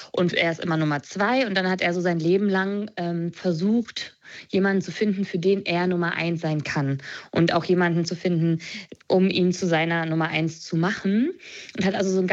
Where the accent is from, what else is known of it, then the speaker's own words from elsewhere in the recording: Lusatia, Germany; Also ich komme ja aus der Lausitz und Michels Welt ist mir eher vertraut.